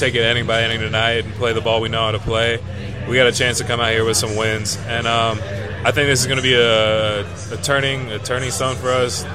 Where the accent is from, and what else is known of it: the South, United States; born or raised there